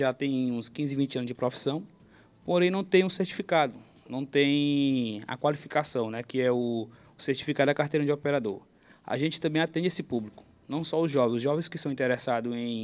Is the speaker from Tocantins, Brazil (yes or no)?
yes; Tocantins, Brazil; A gente é do Tocantins e rodamos o Brasil inteiro.